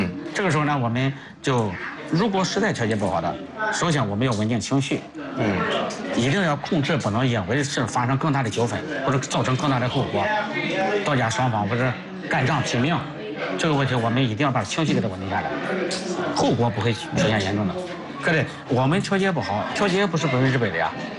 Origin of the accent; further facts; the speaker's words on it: China; 我们中国人的智慧是了不起的